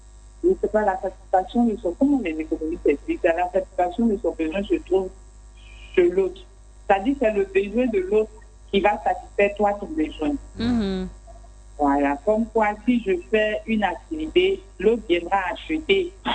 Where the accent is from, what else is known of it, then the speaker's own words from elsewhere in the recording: Côte d’Ivoire; je suis ivoirienne